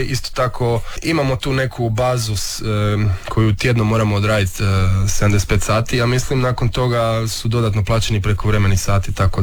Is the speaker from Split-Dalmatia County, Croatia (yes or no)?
no; Rijeka, Primorje-Gorski Kotar County, Croatia; now in Gothenburg, Sweden; i onda iz Zagreba sam treba doći do Rijeke još, ali okay. Jednom kad sam u Zagrebu sam već doma, ono, u glavi.